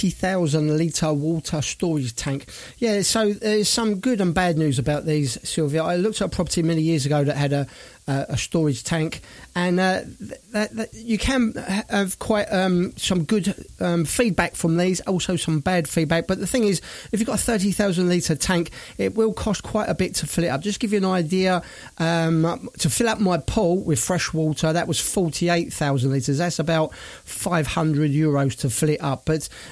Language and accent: English; Brighton, South East England, United Kingdom; And she's a singer, songwriter, and a vocal coach in my hometown of Brighton.